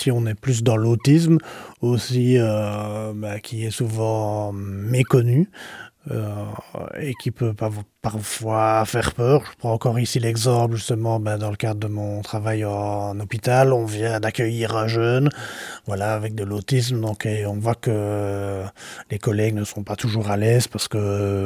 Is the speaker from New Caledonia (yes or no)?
no; Liège, Wallonia, Belgium; en tant que liégeois